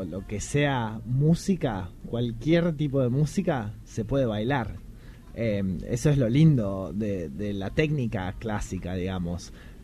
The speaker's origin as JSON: {"language": "Spanish", "town": "San Jerónimo Norte", "region": "Santa Fe", "country": "Argentina", "tie": "born or raised there", "moved": "yes", "said": "Bueno, en mi caso hay autos que vienen de mi pueblo. Yo soy de San Jerónimo Norte, un pueblo en Santa Fe."}